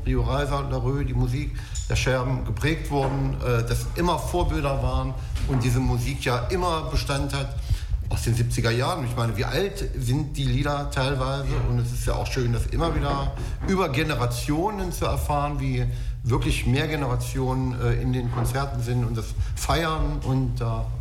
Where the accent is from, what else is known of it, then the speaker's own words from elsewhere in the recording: Thuringia, Germany; Ich bin gebürtig aus Thüringen